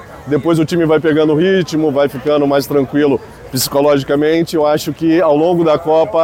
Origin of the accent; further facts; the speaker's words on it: Manhuaçu, Minas Gerais, Brazil; now in Curitiba, Brazil; Não, eu sou de Manhuaçu, mas já passei em várias cidades. Hoje atualmente eu moro em Curitiba.